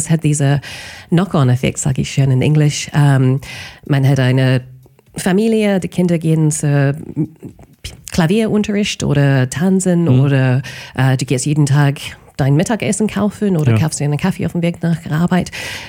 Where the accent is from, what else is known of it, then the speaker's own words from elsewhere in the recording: Wellington, New Zealand; German is a second language; Du fragst, was Neues ist in meiner Heimat, in Wellington.